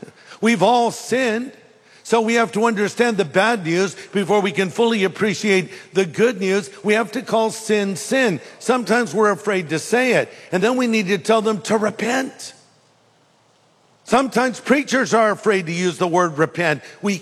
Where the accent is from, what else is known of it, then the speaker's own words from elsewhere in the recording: California, United States; I'm from California.